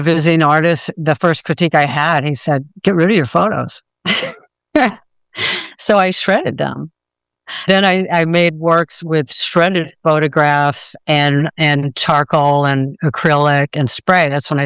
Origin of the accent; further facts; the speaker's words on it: Texas, United States; My family, I'm from Texas, and my family had a farm in Central Texas.